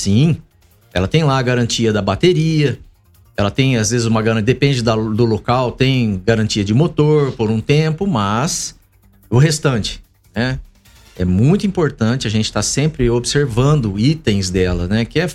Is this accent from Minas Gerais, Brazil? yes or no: no; Bauru, São Paulo, Brazil; moved away as an adult; now in Piraju, Brazil; eu sou de Bauru.